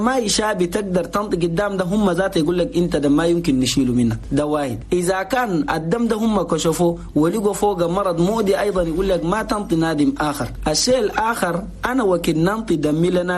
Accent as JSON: {"language": "Arabic", "country": "Chad", "said": "نقول لأخواننا المواطنين جميعا في بلدنا تشاد"}